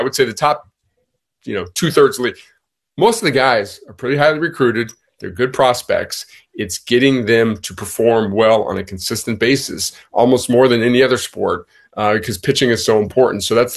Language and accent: English; Australia; In Australia, I grew up watching, you know, like, I grew up watching Vanderbilt in Omaha in the College World Series.